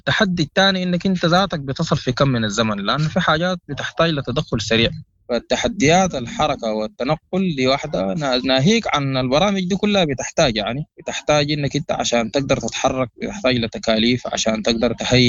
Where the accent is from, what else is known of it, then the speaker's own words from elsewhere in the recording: Sudan; نحن الآن كشعب سوداني